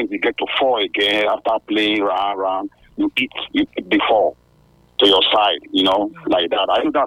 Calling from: Edo, Nigeria; I'm calling from the Iyala community, Orion Northeast, Edo State.

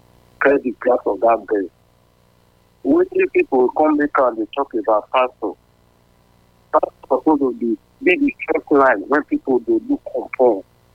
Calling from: Amufi, Nigeria; I'm calling from Amufi.

